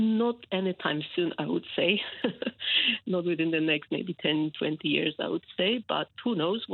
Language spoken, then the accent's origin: English; Poland; English is a second language; moved away as an adult; also born or lived in Edinburgh; now in United Kingdom; Yeah, I moved here in 2005 from Poland.